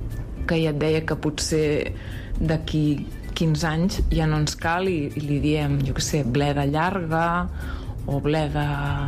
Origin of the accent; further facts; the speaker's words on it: Catalonia, Spain; accent: Central Catalan; ja no diem gaspatxo, els que som del català central.